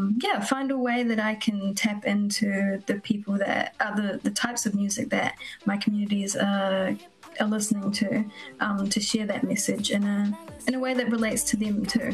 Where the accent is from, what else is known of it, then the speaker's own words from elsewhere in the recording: New Zealand; learning growing up in New Zealand, and being a young female